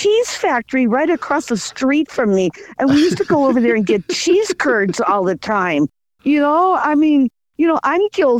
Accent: Wisconsin, United States; I mean, I grew up in Wisconsin, so I really like cheese

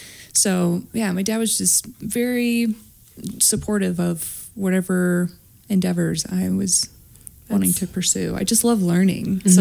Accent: Mead, Washington, United States; now in Cheney, United States; I grew up in Mead, but I mean, I've lived everywhere, though, in Spokane County. So the Valley, Browns Addition, South Hill, Cheney, yeah, where I currently reside.

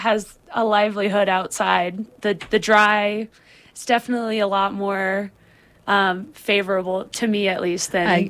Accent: Tamaqua, Pennsylvania, United States; moved away as an adult; also born or lived in Canon City, Colorado; now in Salida, United States; I'm not from Bethlehem. I'm from Tamaqua

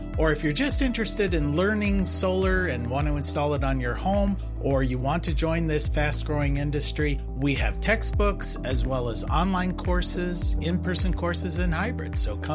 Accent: Canada; being Canadian, it's polite, right, when you're using it.

